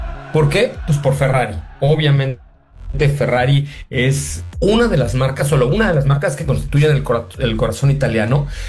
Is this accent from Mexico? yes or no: yes; Mexico; como decimos en México